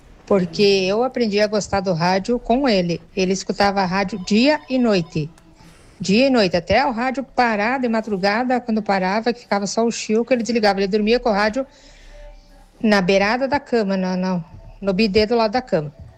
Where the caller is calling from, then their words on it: Joaçaba, Santa Catarina, Brazil; falo aqui de Joaçaba, bairro Santa Teresa, Jardim Alvorada.